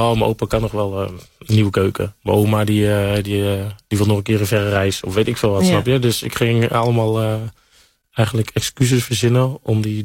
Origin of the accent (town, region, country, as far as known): Utrecht, Netherlands; born or raised there